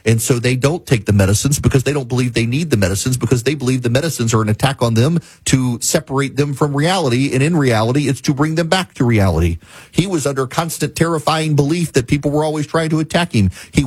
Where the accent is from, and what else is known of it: Jackson, Louisiana, United States